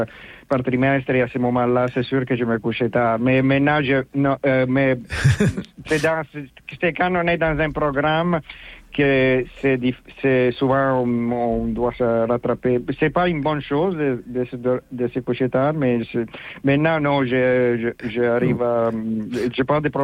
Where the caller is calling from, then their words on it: Montreal, Quebec, Canada; quand je suis à Montréal